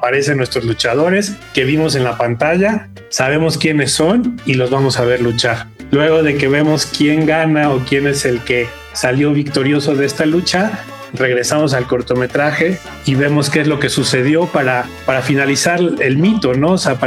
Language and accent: Spanish; Mexico; nos orgullece como mexicanos